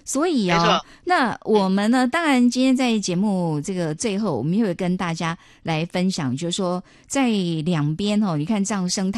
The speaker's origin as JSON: {"language": "Chinese", "region": "Tainan", "country": "Taiwan", "said": "我是台南人"}